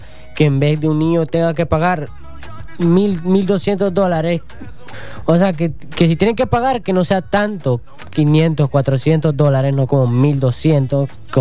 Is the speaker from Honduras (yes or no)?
yes; Francisco Morazán, Honduras; somos de Honduras.